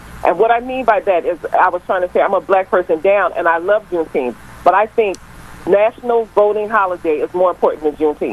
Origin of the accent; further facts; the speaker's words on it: United States; I was born and raised in Chestnut Hill. My dad still lives there. Been living there for 50 years.